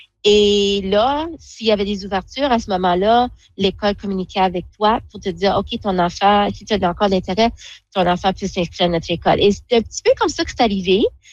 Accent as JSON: {"language": "French", "town": "North Bay", "region": "Ontario", "country": "Canada", "tie": "born or raised there", "also_born_or_lived": "Sturgeon Falls, Ontario", "first_language": "French", "moved": "as an adult", "lives_now": "Dryden, Canada", "said": "Parce que justement, je suis déménagée dans la région en 2003. Moi, je suis originaire de la région de North Bay, donc j'ai vécu, j'ai été élevée en français dans ma maison. Je suis allée à la petite école, école secondaire, tout en français."}